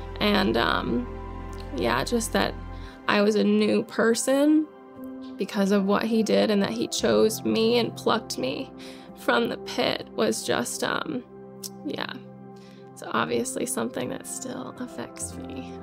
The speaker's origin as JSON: {"language": "English", "region": "New York", "country": "United States", "tie": "born or raised there", "said": "I grew up in New York. I was raised in a house where church was more about community and the holidays."}